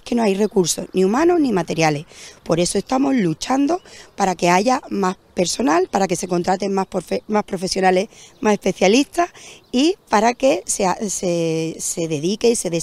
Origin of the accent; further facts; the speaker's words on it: Spain; todos somos españoles y nos ampara la misma Constitución y los mismos derechos fundamentales.